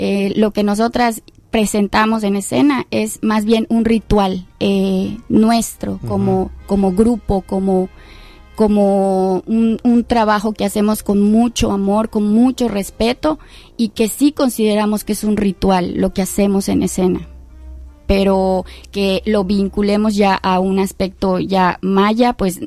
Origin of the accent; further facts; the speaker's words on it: Yucatán, Mexico; como persona yucateca con ascendencia maya